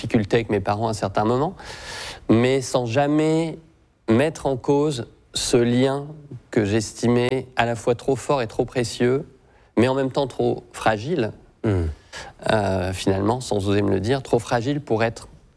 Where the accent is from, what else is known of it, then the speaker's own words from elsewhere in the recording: Reims, Grand Est, France; born there; Alors, tout simplement, je suis né à Reims, il y a 42 ans, donc en 1984, et à ma naissance, j'ai été abandonné, je suis né sous X.